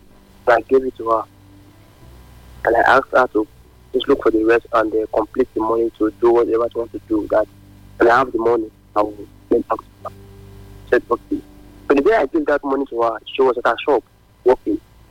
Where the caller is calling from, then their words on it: Benin; I'm calling from Benin.